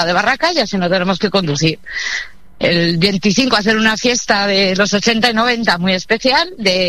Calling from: L'Eliana, Valencian Community, Spain; de La Liana, Valencia.

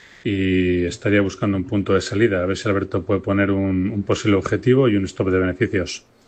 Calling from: Bilbao, Basque Country, Spain; de Bilbao.

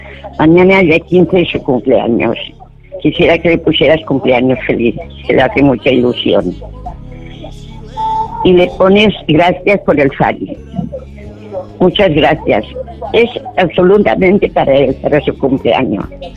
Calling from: Alberic, Valencian Community, Spain; de Alberica.

